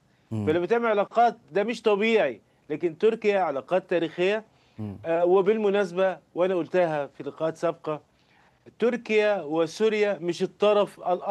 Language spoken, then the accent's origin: Arabic; Egypt; انا كمواطن مصري